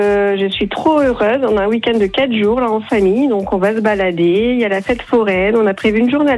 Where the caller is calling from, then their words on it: Hauts-de-France, France; moi j'habite Brut-Saint-Amand dans le Nord.